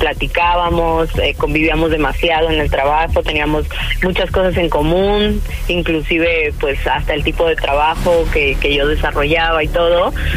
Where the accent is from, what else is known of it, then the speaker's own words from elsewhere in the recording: Tlalnepantla, State of Mexico, Mexico; Tengo 29 y soy de Tlanepantla.